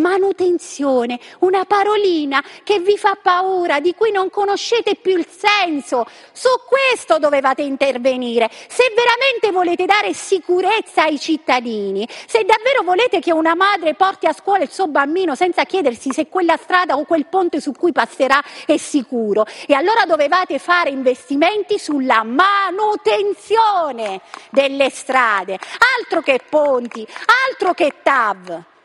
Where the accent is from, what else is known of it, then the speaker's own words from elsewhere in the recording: Abruzzo, Italy; perché sa, io sono abruzzese, in terra d'Abruzzo la Corte dei Conti certifica una mala gestione di questi fondi del PNRR